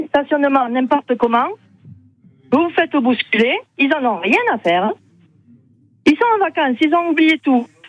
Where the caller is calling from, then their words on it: Occitanie, France; je suis en Salanque